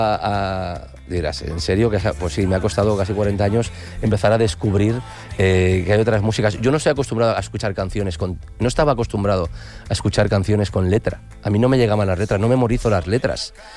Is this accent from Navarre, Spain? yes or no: no; Valencian Community, Spain; venimos de Valencia, Naranjos, mi familia tenía tierras con Naranjos.